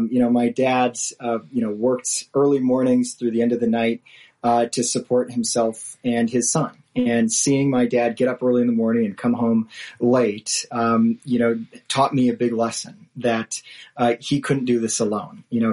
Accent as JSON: {"language": "English", "town": "Racine", "region": "Wisconsin", "country": "United States", "tie": "born or raised there", "also_born_or_lived": "Russia", "said": "growing up in Racine, I had this all-American childhood"}